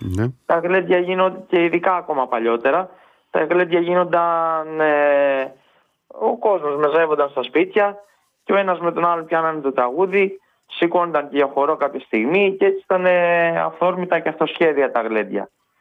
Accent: Tripotama, Western Greece, Greece; στο χωριό μου συγκεκριμένα, στα Τριμπόταμα Καλαβρίτων

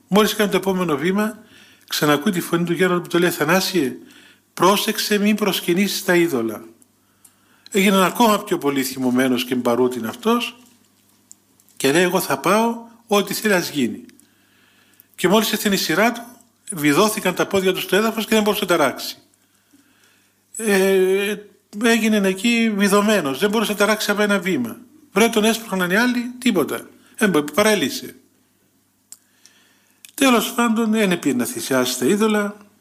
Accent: Thessaloniki, Central Macedonia, Greece; Από πού είσαι, είμαι από την Ελλάδα, από τη Θεσσαλονίκη.

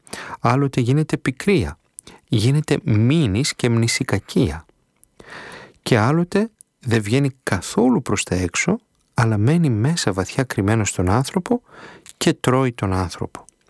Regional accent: Serres, Central Macedonia, Greece; moved away as an adult; Όταν ήμουν στην Μητρόπολη Σερών, στην πατρίδα μου, στις Σέρες

